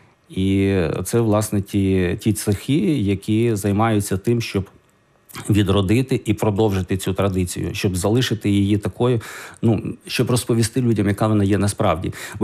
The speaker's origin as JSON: {"language": "Ukrainian", "town": "Kovel", "region": "Volyn Oblast", "country": "Ukraine", "tie": "born there", "said": "сам я народився в Ковелі."}